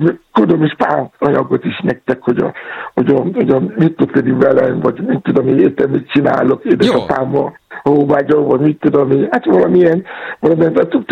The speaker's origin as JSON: {"language": "Hungarian", "country": "Nigeria", "tie": "born or raised there", "second_language": "Hungarian", "moved": "as an adult", "lives_now": "Hungary", "said": "Én ott születtem Nigériában, és nagyon-nagyon jól ismerem ez a szószág"}